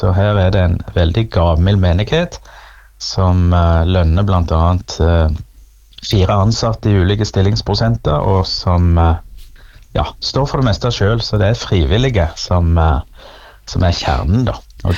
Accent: Rogaland, Norway; also born or lived in Sunnmøre; now in Stavanger, Norway; Nå prest hjemme I Rogaland. Det veldig fint I bymenigheten Sandnes. Så jeg har flyttet hjem og gifte meg og etablert meg I Stavanger

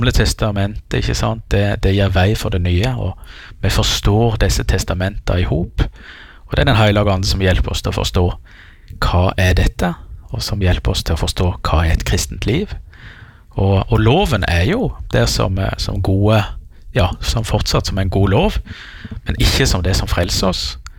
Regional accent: Jæren, Rogaland, Norway; now in Giske, Norway; både på Sunnmøre og på Jæren der jeg er ifra.

